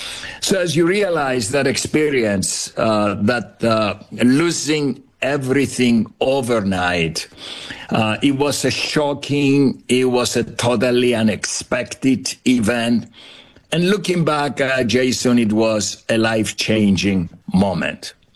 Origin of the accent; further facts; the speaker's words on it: Cyprus; also born or lived in Famagusta; Yeah, I was born on the island of Cyprus. I'm Greek Cypriot. Actually, my wife and I were both Greek Cypriots. We grew up in Cyprus. And Jason, I was born in a very small village, no more than 1,000 people, this back in the 1950s.